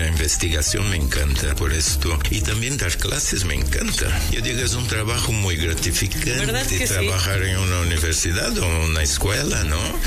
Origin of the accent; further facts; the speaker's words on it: Rio Grande do Sul, Brazil; moved away as an adult; also born or lived in Porto Alegre; now in Puebla, Mexico; Sí, yo soy de Brasil. Vengo del sur de Brasil. Es el último estado allá abajo. Se llama Río Grande del Sur.